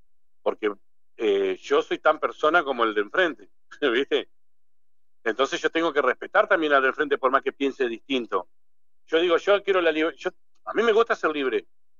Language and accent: Spanish; Argentina; Porque todos somos ciudadanos argentinos.